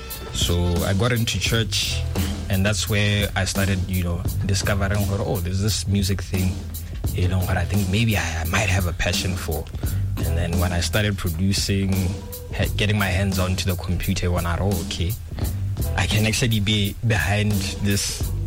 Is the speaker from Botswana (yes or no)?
yes; Maun, North-West District, Botswana; It's a Maung, I'm from Maung. And I'm Herero by culture.